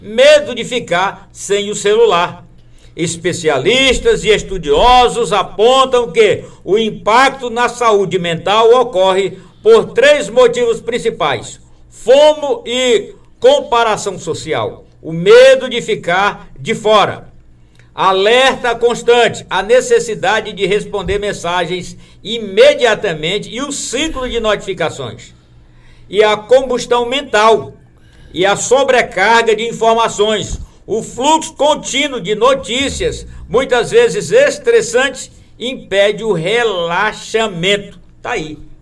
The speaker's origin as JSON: {"language": "Portuguese", "region": "Maranhão", "country": "Brazil", "tie": "born or raised there", "said": "Eu sou maranhense da gema"}